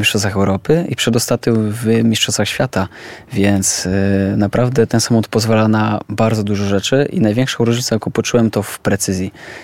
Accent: Rzeszów, Subcarpathian Voivodeship, Poland; jest to moje miasto, tak? Urodziłem się w Rzeszowie, jestem rzeszowianinem

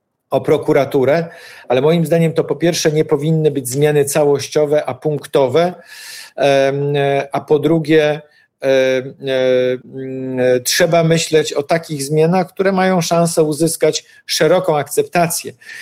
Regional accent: Poznań, Greater Poland Voivodeship, Poland; Jestem poznaniakiem, wielkopolaninem.

